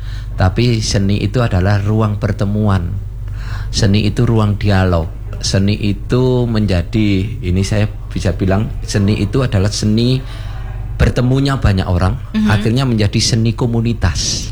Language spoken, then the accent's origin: Indonesian; Malang, East Java, Indonesia; Saya hidup, saya lahir, hidup, saya mendapat rezeki banyak juga itu di kota saya.